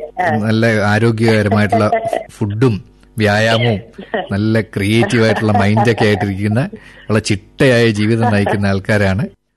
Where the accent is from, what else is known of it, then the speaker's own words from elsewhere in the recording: Thiruvananthapuram, Kerala, India; ഞാൻ തിരുവനന്തപുരത്തുനിന്നാ.